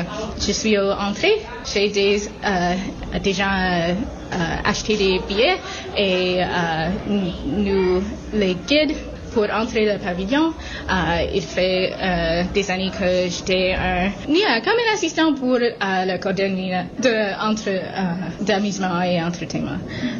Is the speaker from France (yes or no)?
no; Winnipeg, Manitoba, Canada; born there; Je suis née à Winnipeg, mais mon papa était né à Mandeville, c'est dans les montagnes à Jamaïque. Ma maman, elle est née sur la plage à Yalos area.